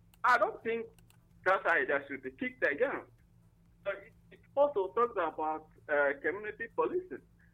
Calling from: Ogun, Nigeria; I'm reaching you from Ogun.

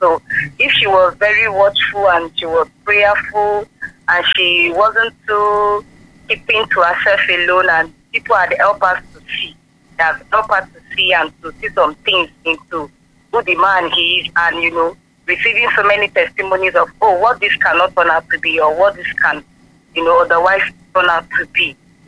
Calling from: Ibadan, Oyo, Nigeria; I'm calling from Ibadan.

